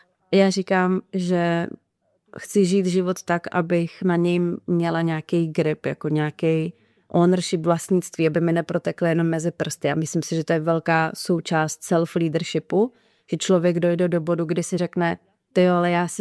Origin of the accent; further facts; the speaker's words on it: Bruntál, Moravian-Silesian Region, Czechia; No, tak já jsem z Bruntálu